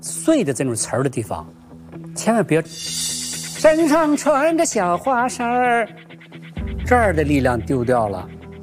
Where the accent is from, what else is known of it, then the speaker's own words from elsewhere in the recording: China; 这我们中国人讲究什么呢？